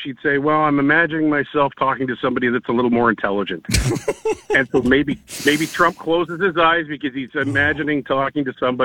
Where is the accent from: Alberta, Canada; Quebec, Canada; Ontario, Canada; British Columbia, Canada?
British Columbia, Canada; I grew up in the Alberni Valley, and, you know, everybody there, their job was reliant upon the lumber, the forest industry.